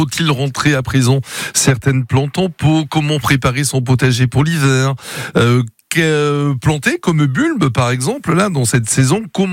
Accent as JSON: {"language": "French", "region": "Provence-Alpes-Côte d'Azur", "country": "France", "said": "c'est vrai que chez nous, en Provence, tout est décalé."}